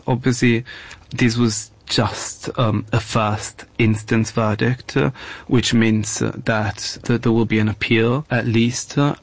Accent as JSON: {"language": "English", "town": "Genoa", "region": "Liguria", "country": "Italy", "said": "I was there because, as you said, I'm originally from Genoa, and I was visiting my family because it was a public holiday."}